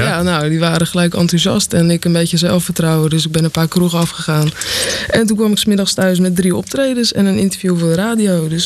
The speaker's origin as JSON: {"language": "Dutch", "town": "Schiedam", "region": "South Holland", "country": "Netherlands", "said": "ik kom uit Schiedam."}